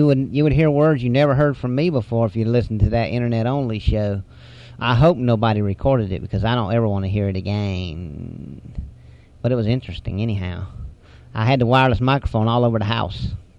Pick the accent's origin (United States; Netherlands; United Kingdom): United States; hillbilly, Appalachia; accent: hillbilly